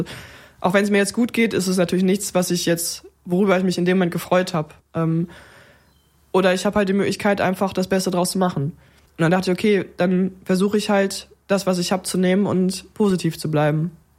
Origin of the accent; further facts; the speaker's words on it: Cologne, North Rhine-Westphalia, Germany; es ist, wie es ist, als Kölsche Mädel